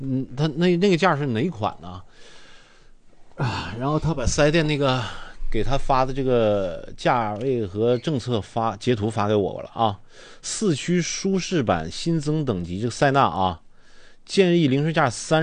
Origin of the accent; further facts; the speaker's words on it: Harbin, Heilongjiang, China; 我在哈尔滨，我现在最讨厌听到“嗯呐”这个词儿。有的时候我还得跟外地来的朋友，我跟你解释，我说这不是我们哈尔滨话，